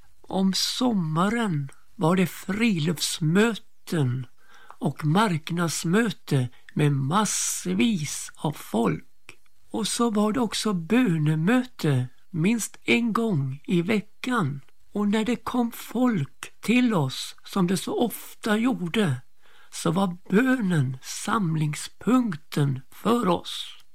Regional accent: Öland, Kalmar County, Sweden; Jag kom från Öland till Kalmar för att gå på yrkesskola och lära mig radio- och tv-teknik.

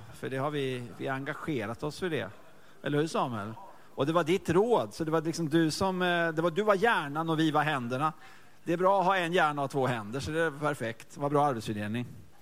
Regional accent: Mölndal, Västra Götaland County, Sweden; jag kommer från Mölndal, kan en del om Mölndal också.

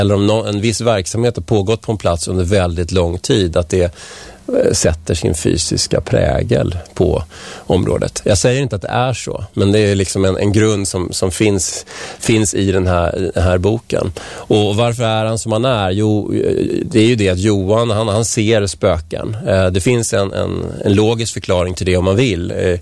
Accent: Vällingby, Stockholm County, Sweden; also born or lived in Strängnäs; Jag kommer ju inte härifrån. Jag kom från Vällingby från början, och sen har jag bott i stan och jag har bott i Strängnäs då.

